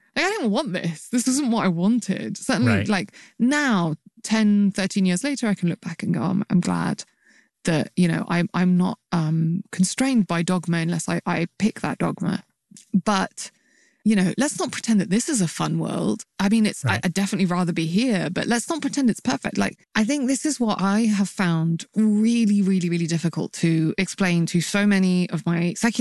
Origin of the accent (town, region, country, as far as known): United Kingdom